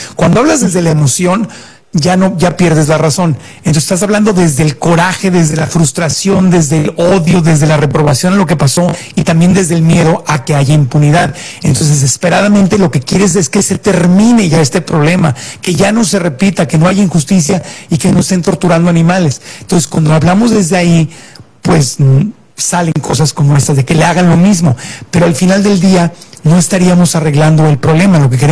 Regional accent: Tijuana, Baja California, Mexico; yo que nací en la frontera

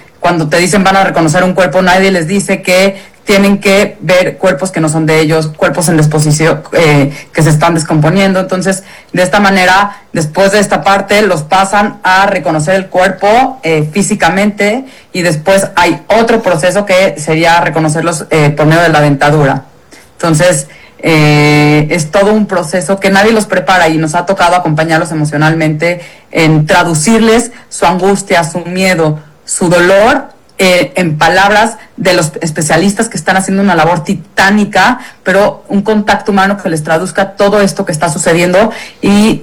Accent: Mexico; y estamos por todo el mundo, y bueno, yo soy de México.

